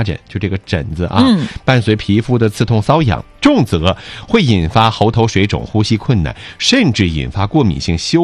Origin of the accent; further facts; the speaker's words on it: Northeast China, China; 蚕蛹是我们东北人记忆里的家乡味道